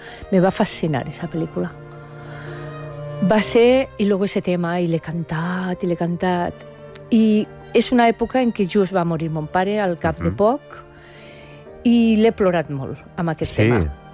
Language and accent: Catalan; Burjassot, Valencian Community, Spain